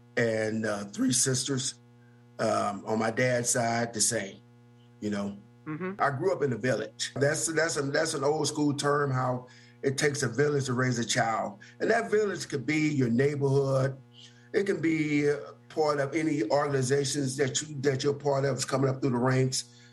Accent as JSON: {"language": "English", "town": "St. Louis", "region": "Missouri", "country": "United States", "tie": "born or raised there", "also_born_or_lived": "El Dorado, Arkansas / Dallas, Texas", "said": "I'm originally from El Dorado, Arkansas, but I spent a little time in Dallas, Texas, but majority of my growing up is right here in St. Louis, Missouri."}